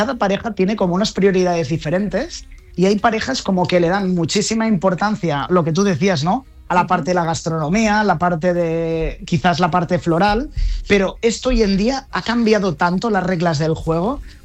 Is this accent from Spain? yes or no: yes; Catalonia, Spain; como buenos catalanes miramos mucho el tema del presupuesto